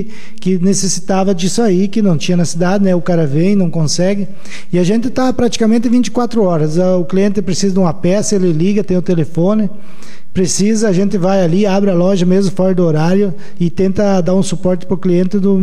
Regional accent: São José do Cedro, Santa Catarina, Brazil; born there; moved away as an adult; also born or lived in Foz do Iguaçu; now in São José do Cedro, Brazil; Eu nasci em São José de Cedro e fiquei um tempo fora

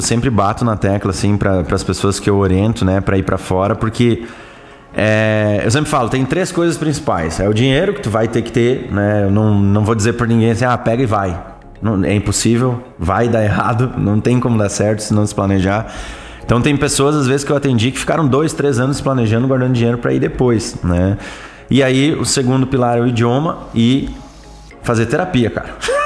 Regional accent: Brazil; now in Toronto, Canada; para nós brasileiros

